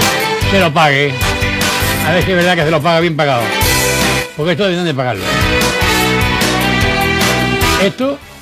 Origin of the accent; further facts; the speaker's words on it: Spain; si merece la pena seguir siendo español